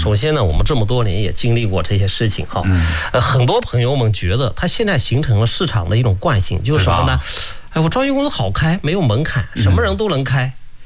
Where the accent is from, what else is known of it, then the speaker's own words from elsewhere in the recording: Lianyungang, Jiangsu, China; 因为土生土长的。新浦人